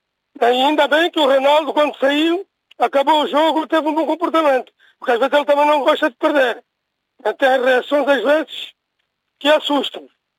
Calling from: Portugal; Mesmo como português

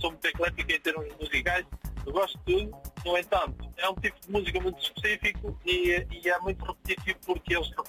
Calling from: Vale de Cambra, Portugal; Eu sou da zona de Valcâmbra.

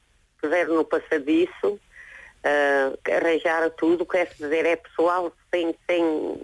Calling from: Mondim de Basto, Norte, Portugal

